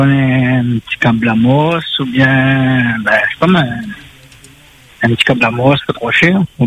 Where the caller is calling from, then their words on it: Sainte-Marie, Réunion; moi, je suis à Sainte-Marie.